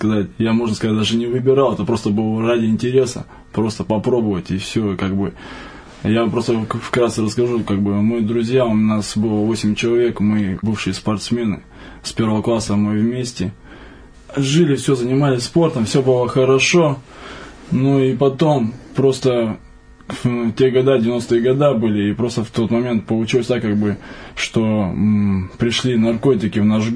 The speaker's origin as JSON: {"language": "Russian", "town": "Surgut", "region": "Khanty-Mansi Autonomous Okrug", "country": "Russia", "tie": "born there", "moved": "yes", "lives_now": "Moscow, Russia"}